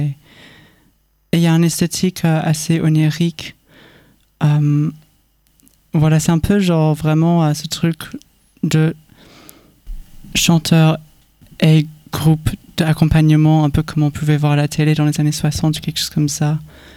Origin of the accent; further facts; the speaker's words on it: England, United Kingdom; first language English; French is a second language; moved away; je suis anglaise